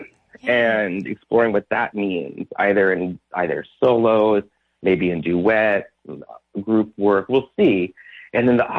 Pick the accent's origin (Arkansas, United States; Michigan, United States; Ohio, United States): Arkansas, United States; moved away; growing up in Central Arkansas